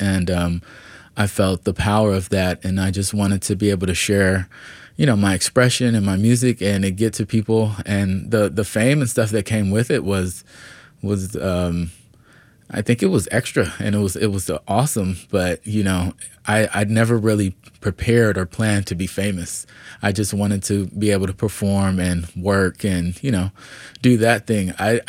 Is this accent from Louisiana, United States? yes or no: no; Atlanta, Georgia, United States; Yeah, which was even crazier, because it's like I'm from Atlanta, right?